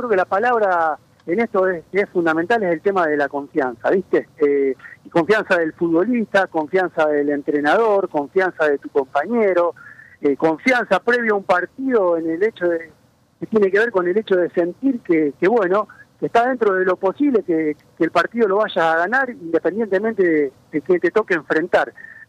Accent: Cafferata, Santa Fe, Argentina; Recién he llegado al pueblo, mi pueblo querido, Caferata.

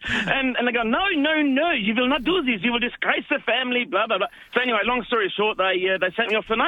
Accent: Germany; accent: German; English is a second language; back then I still had my German accent and whatever else.

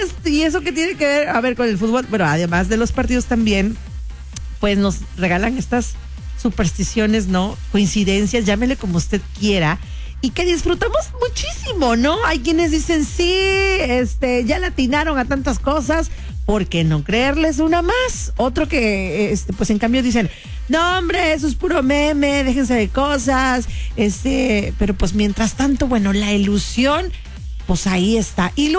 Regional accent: Mexico; la emoción que al final del día estamos viviendo como afición mexicana.

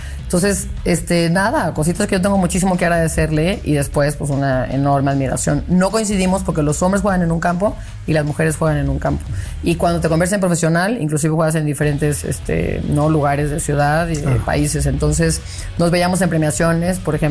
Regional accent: Mexico; moved away as an adult; una mexicana.

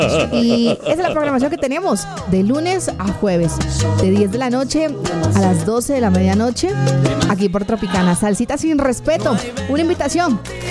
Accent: Cali, Valle del Cauca, Colombia; aquí los caleños gozamos, disfrutamos.

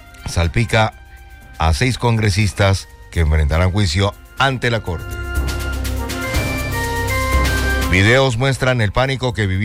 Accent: Santander, Colombia; no hablo como periodista y locutor que soy, sino hablo como santandereano, como pumangués.

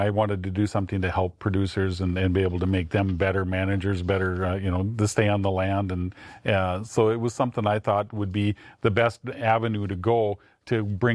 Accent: Milnor, North Dakota, United States; born and raised in North Dakota, a farm in southeast part of the state down by Milner. Went to high school at Milner

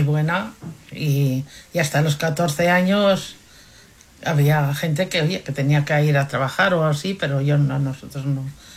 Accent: Peñafiel, Castile and León, Spain; Nací en Peñafiel.

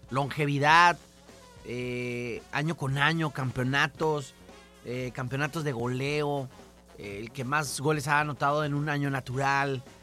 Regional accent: Mexico; nosotros como mexicanos también pasamos muchas veces por esas cosas

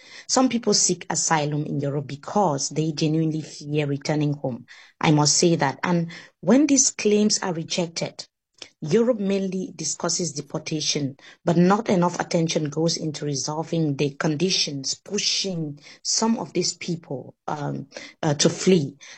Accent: Cameroon; Take Cameroon's Anglophone crisis, for instance. I come from Cameroon.

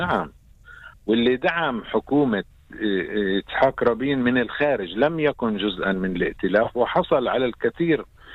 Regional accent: Israel; احنا كعرب فلسطينيين في اسرائيل احنا مش قطاع, احنا جزء من شعب فلسطين

